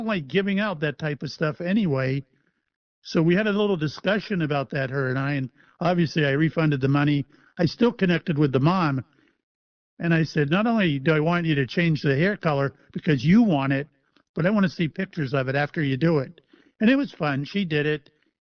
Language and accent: English; Mayport, Florida, United States; I was on the Shangri-La out of my hometown of Mayport, where I live.